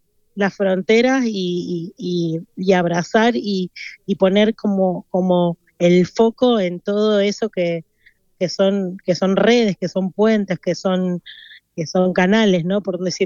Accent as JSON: {"language": "Spanish", "region": "Mendoza", "country": "Argentina", "said": "Y vos sabés que en Mendoza, de donde soy yo, está lleno de retamas, porque es una planta medio del desierto."}